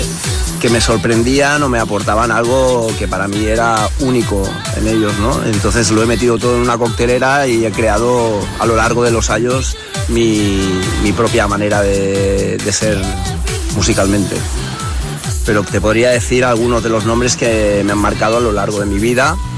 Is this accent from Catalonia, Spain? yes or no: yes; Mataró, Catalonia, Spain; pero en algunas de Mataró, de mi ciudad natal, conseguía entrar en Nivei